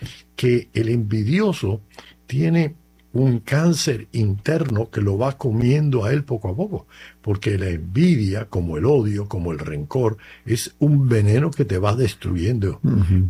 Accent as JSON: {"language": "Spanish", "country": "Cuba", "said": "Y yo que soy cubano, podría decir una lista de nombres"}